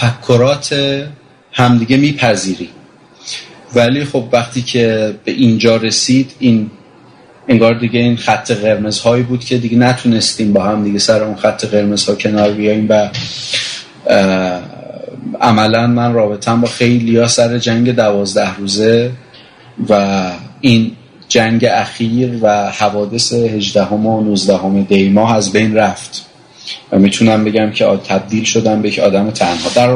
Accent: Qom, Iran; من گذشته بسیار بسیار بسیار بسیار مذهبی داشتم تا جایی که تو قم بزرگ شدم و فکر میکنم نزدیک 7 سال تو قم طلبه بودم

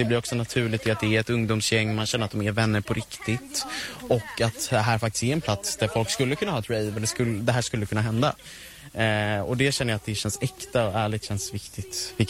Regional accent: Nacka, Stockholm County, Sweden; Jag är från Nacka.

